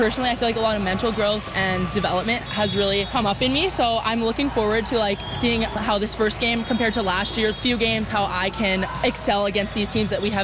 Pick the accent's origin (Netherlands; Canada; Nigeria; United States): Canada; Martinsville, Saskatchewan; I'm from Martinsville, Saskatchewan.